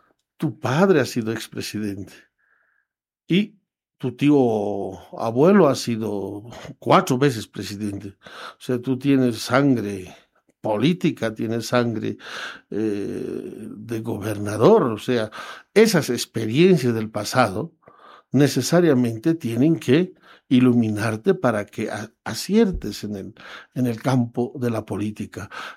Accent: Bolivia; No, es mi problema. Yo soy boliviano.

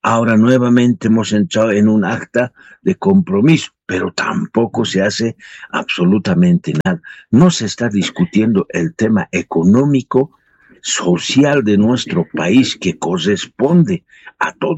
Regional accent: Bolivia; no permite privatizaciones de nuestras empresas como bolivianos

